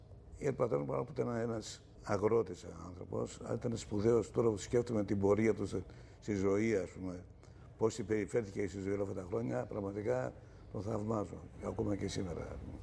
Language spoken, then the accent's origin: Greek; Doubia, Central Macedonia, Greece; moved away; also born or lived in Piraeus; Είμαι από τα Δουμπιά, βγάζει ένα περίφημο μεταλλικό νερό.